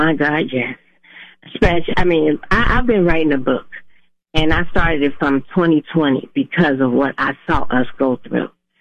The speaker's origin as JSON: {"language": "English", "town": "Chicago", "region": "Illinois", "country": "United States", "moved": "yes", "lives_now": "Minnesota, United States", "said": "Okay, I'm not from here. I apologize. I am from Chicago."}